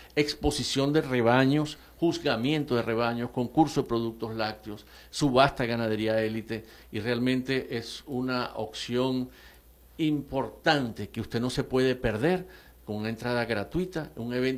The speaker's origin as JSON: {"language": "Spanish", "town": "Maracaibo", "region": "Zulia", "country": "Venezuela", "tie": "born there", "said": "yo también tengo sangre falconiana, pero nací aquí. Pero esto que vive Maracaibo"}